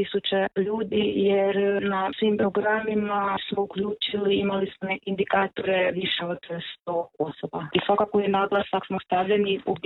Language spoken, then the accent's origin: Croatian; Tótszerdahely, Zala, Hungary; now in Prelog, Croatia; rodom sam iz Serdahelja, živim u Prelogu